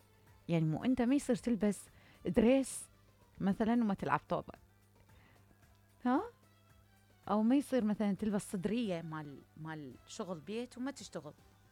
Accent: Iraq; أجمل جمال من مصر وواحد من عندنا في العراق

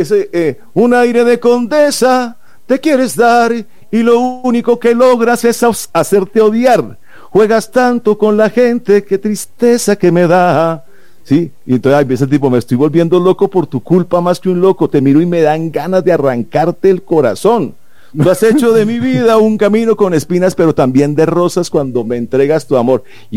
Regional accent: Colombia

